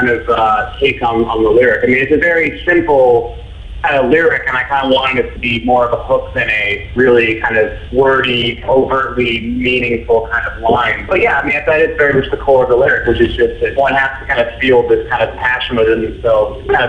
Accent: Pacific Northwest, United States; Well, you know, I think that growing up in the Northwest certainly has had an effect on me as a person

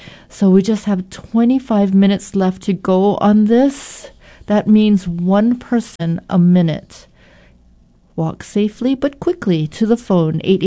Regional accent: Pearl City, Hawaii, United States; That's right. That's my hometown.

